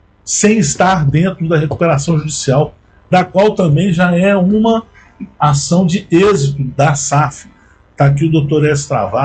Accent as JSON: {"language": "Portuguese", "town": "Belo Horizonte", "region": "Minas Gerais", "country": "Brazil", "said": "Somos de Belo Horizonte, somos mineiros, igual vocês."}